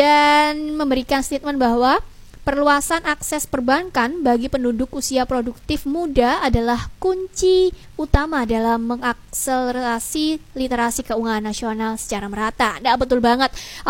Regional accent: Indonesia; Tentunya kita juga sebagai warga WNI ini juga ya, plus 62 ini harus sama-sama memberikan hal-hal yang positif ya.

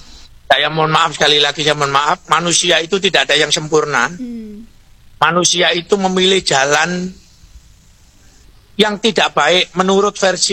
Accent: Lamongan, East Java, Indonesia; saya lahir di Lamongan, sekolah di Lamongan, besar di Lamongan.

